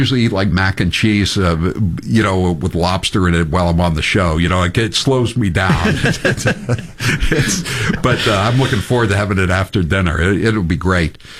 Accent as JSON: {"language": "English", "town": "Kennebunkport", "region": "Maine", "country": "United States", "said": "I'm from Kennebunkport, like you, and it can still be nippy on June 12th."}